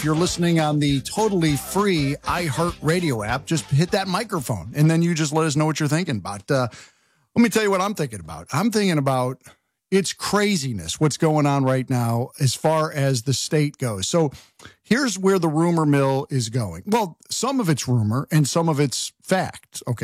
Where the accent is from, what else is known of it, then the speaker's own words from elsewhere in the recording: Connecticut, United States; I'm from Connecticut.